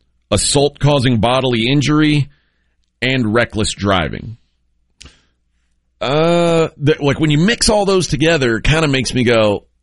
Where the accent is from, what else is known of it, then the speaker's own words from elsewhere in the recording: Brazoria County, Texas, United States; Now, I grew up in Brazoria County. That's different than Brazos County.